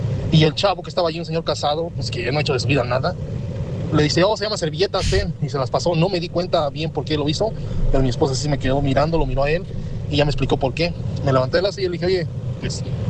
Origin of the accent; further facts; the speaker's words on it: Mexico; moved away; Fuimos a México, llegamos a comer unos taquitos, tú sabes, antojitos mexicanos que aquí no los deleitamos tan a menudo. Y fue ahí en mi pueblo, de hecho.